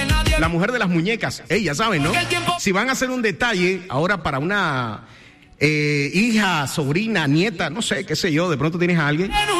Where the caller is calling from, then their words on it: Santa Marta, Magdalena, Colombia; Soy de Santa Marta y vivo en Palmira Valle.